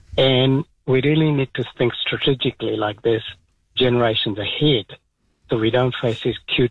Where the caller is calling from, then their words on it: New Zealand; as I as a Kiwi